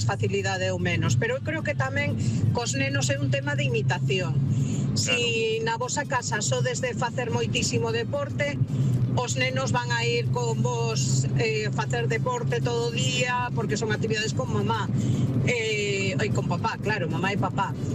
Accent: Santiago de Compostela, Galicia, Spain

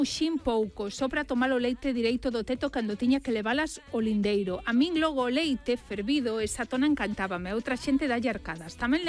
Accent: Gondomar, Galicia, Spain

